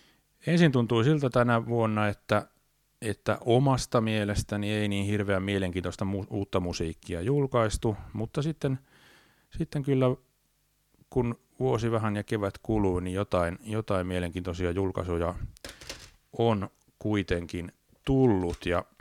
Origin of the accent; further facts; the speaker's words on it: Tampere, Pirkanmaa, Finland; olen Tampereelta, mutta en ole Tampereelta, vaan olen lentävän niemestä.